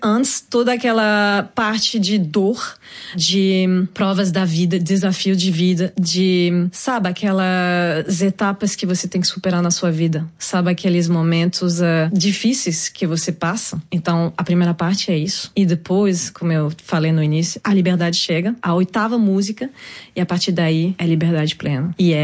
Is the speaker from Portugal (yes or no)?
no; France; Portuguese is a second language; also born or lived in Cádiz, Spain; Eu sou nascida em França, cresci, minha cultura é francesa, a multiculturalidade vem daí.